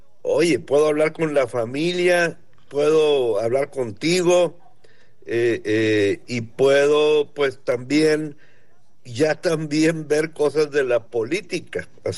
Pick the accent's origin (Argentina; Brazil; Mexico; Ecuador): Mexico; now in Ensenada, Mexico; somos mexicanos, todos.